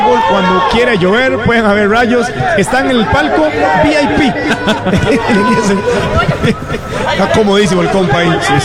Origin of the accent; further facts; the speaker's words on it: Turrialba, Cartago, Costa Rica; En mi pueblo Turrialba pasaba mucho.